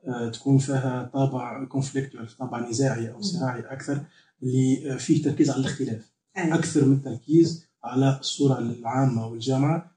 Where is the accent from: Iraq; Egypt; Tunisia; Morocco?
Tunisia